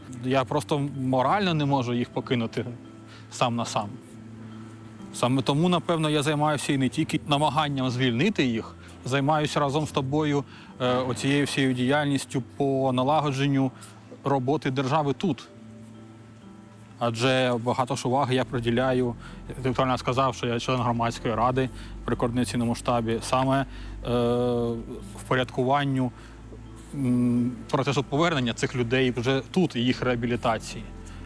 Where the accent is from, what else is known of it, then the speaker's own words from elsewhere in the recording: Donetsk Oblast, Ukraine; Ну дивіться, я сам з Донецької області.